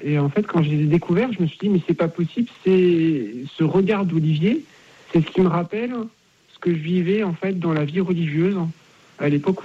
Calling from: Nouvelle-Aquitaine, France; Je vous appelle de Charente-Maritime.

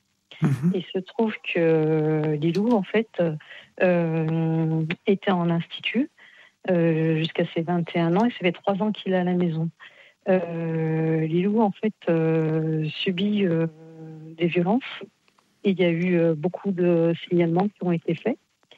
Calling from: Viriat, Auvergne-Rhône-Alpes, France; Je vous appelle dans l'Ain, je suis de Viriat

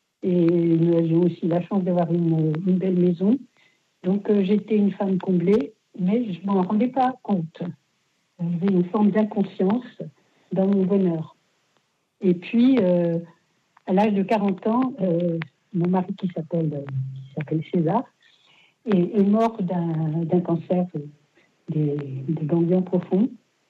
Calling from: Paris, Île-de-France, France; Je vous appelle de Paris, le 14e. Ma paroisse, c'est Saint-Pierre-de-Montrouge.

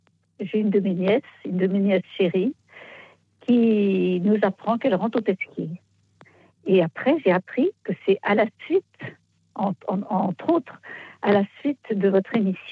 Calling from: Versailles, Île-de-France, France; Je vous appelle de Versailles.

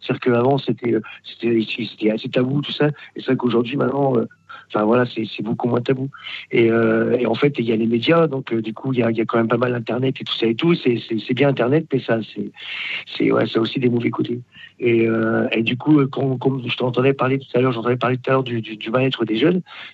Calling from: Quimper, Brittany, France; j'appelle de Bretagne, le Finistère.

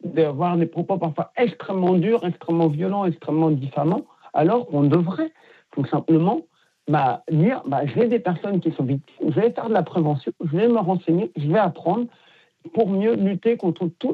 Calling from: Paris, Île-de-France, France; De Paris.

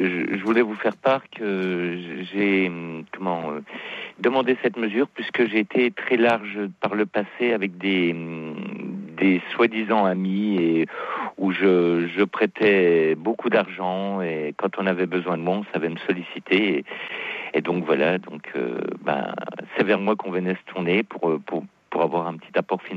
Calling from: Nancy, Grand Est, France; Je vous appelle de la région Grand Est.

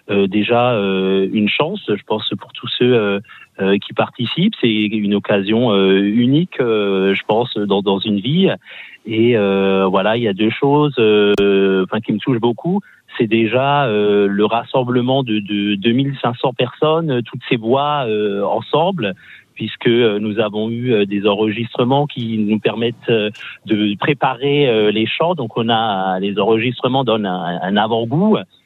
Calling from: Strasbourg, Grand Est, France

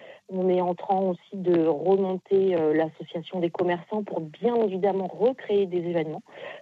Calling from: Bois-le-Roi, Normandy, France; moi, je suis de Bois-le-Roi, donc nous sommes 1300 habitants

